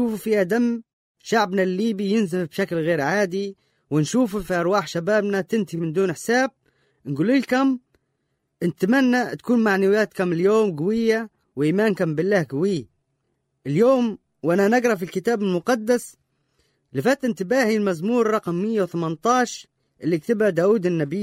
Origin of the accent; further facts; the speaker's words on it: Libya; بلادي ليبيا